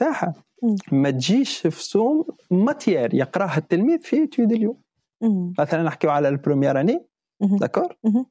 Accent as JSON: {"language": "Arabic", "country": "Tunisia", "said": "احنا عندنا في تونس يقول لك ما تكونش كيفك بلاش هكا"}